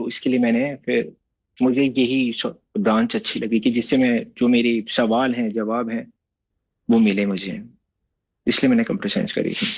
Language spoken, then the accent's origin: Hindi; Jaipur, Rajasthan, India; also born or lived in Guwahati / Ranikhet; जैसे मेरा home town Jaipur है, बट मेरा मेरा बॉर्न गुवाहाटी में हुआ